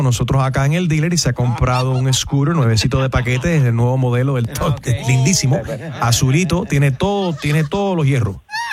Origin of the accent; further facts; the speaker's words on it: United States; born there; yo nací aquí en los Estados Unidos, igual que Marco Rubio. Somos de herencia cubana.